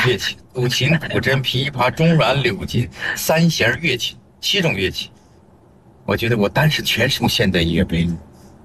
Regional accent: Anqing, Anhui, China; 安庆也属于江南省，所以我们是一家人

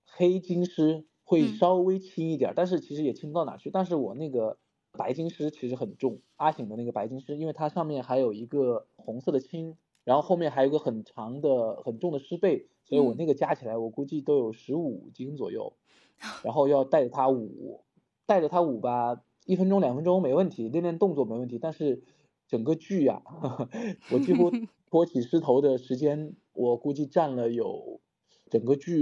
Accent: Hainan, China; born there; now in Guangzhou, China; 因为我家是海南的，小时候也会看到过

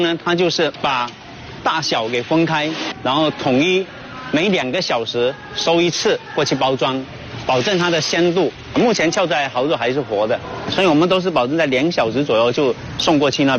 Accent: Fujian, China

